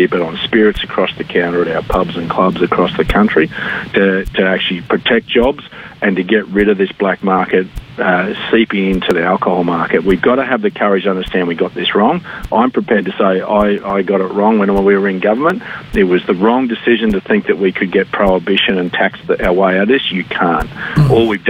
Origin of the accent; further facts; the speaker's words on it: Dalby, Queensland, Australia; my hometown Dalby